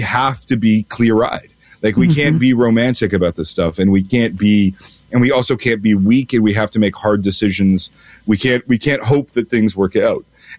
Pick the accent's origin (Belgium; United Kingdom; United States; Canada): Canada; because we're not European. You can hear my accent. You can hear the way I talk. Like, I'm not a European.